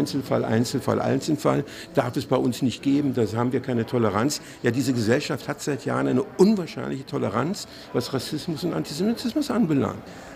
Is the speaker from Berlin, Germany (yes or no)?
yes; Berlin, Germany; weil ich bin in West-Berliner zur Schule gegangen